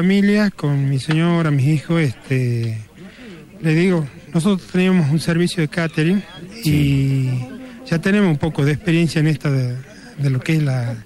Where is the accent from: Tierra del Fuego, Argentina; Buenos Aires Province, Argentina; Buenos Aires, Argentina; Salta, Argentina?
Salta, Argentina; Cerrillos; yo soy de Cerrillos